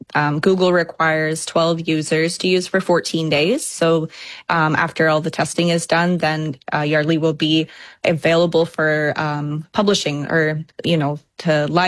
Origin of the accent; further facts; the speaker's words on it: Guelph, Ontario, Canada; now in London, Canada; because I'm actually not from London. I'm from Guelph.